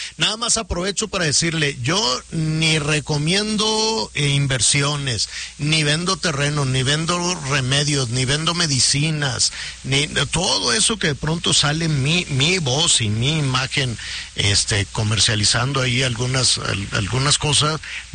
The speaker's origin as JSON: {"language": "Spanish", "country": "Mexico", "said": "algunas frases que se utilizan o palabras que utilizamos los mexicanos"}